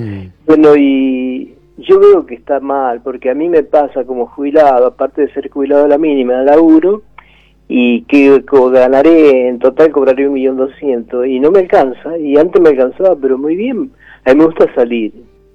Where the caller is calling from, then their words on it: Buenos Aires, Argentina; hablo de Once.